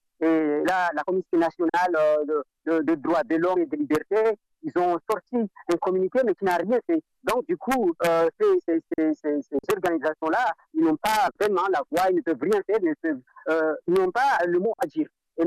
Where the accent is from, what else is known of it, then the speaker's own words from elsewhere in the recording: Mohéli, Comoros; born there; moi je suis né à Mouéli, mais j'ai un cousin qui habite à Mayotte